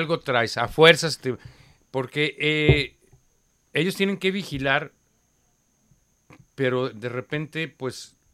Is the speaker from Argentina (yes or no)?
no; Mexico; poner mi granito de arena en mi país.